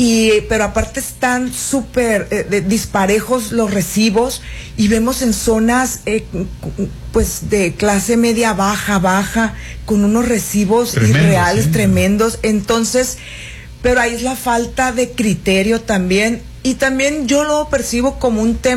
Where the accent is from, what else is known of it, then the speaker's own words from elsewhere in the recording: Sinaloa, Mexico; también aquí en Sinaloa